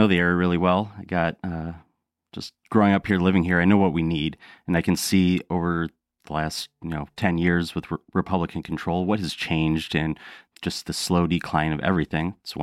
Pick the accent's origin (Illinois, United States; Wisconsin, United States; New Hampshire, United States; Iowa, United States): Iowa, United States; Davenport; running for House District 98, obviously. Born and raised in Davenport. Graduated from Davenport West, just grew up in the area, love the area, family in the area